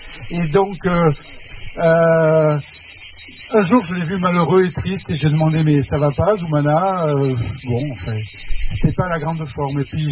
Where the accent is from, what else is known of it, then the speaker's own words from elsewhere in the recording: Spain; Voilà, et moi, je viens de, d'Espagne.